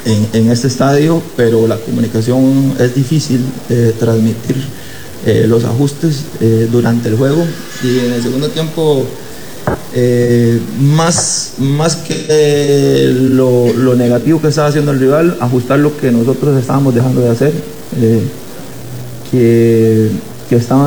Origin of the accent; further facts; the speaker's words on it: Puntarenas, Costa Rica; soy porteño